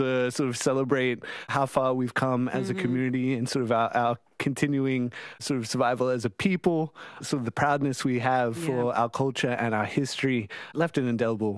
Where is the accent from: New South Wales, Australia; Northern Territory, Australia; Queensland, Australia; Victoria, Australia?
Queensland, Australia; Rockhampton; It was always sort of a part of our life growing up in Rocky.